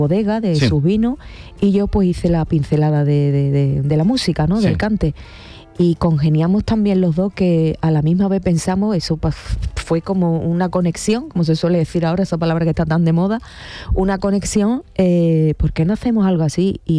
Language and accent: Spanish; Rociana del Condado, Andalusia, Spain; el vino en mi pueblo, en Rociana del Condado.